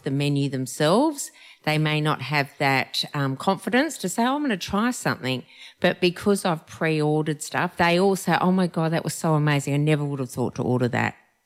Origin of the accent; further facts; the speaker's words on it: Yallingup, Western Australia, Australia; moved away as an adult; also born or lived in Tuscany, Italy; I was born and bred in Yallingup, so I know a lot about the region.